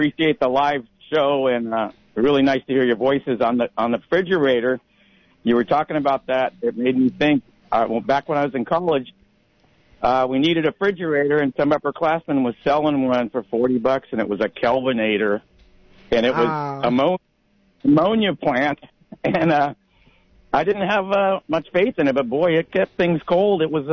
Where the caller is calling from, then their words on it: Live Oak, United States; from Live Oak.